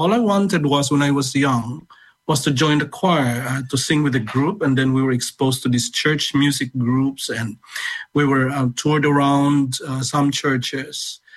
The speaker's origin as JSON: {"language": "English", "country": "Philippines", "tie": "born or raised there", "lives_now": "Brighton, United Kingdom", "said": "Well, growing up in the Philippines in my time, this was about 1970s, 80s, in terms of church life, it's very exciting"}